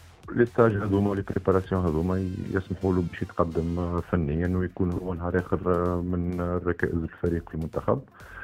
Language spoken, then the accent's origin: Arabic; Tunisia